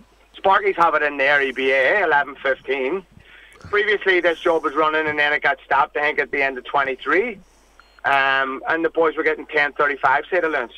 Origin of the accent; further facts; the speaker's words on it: Belfast, Northern Ireland, United Kingdom; now in Australia; I'm from West Belfast, so that's an old saying of mine.